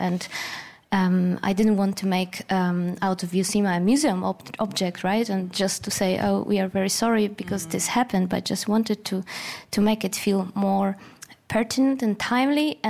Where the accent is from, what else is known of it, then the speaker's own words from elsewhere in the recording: Poland; born there; English is a second language; I have no Jewish heritage, so this story, although I was born in Poland, felt quite far away from me